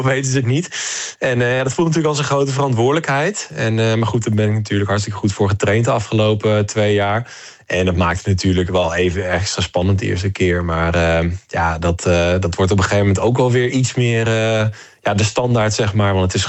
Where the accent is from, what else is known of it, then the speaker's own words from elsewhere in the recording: Deventer, Overijssel, Netherlands; En ik kom uit Deventer.